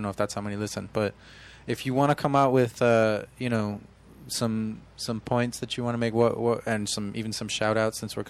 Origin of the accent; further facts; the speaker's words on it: New York City, New York, United States; New York City